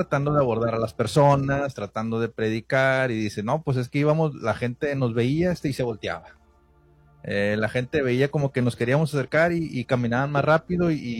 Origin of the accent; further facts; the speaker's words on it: Monterrey, Nuevo León, Mexico; Yo soy de Monterrey